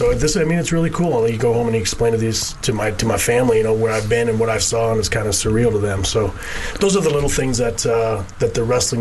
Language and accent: English; Canada; I'm from Canada, so I'm a Canadian guy.